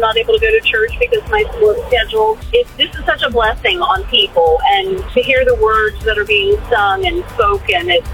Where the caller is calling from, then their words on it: Newark, United States; I'm from Newark